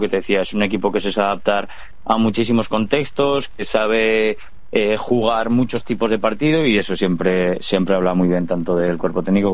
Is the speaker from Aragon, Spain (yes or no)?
yes; Binéfar, Aragon, Spain; es el título que más orgullo nos trae a todos los que somos de Binefar y del Binefar.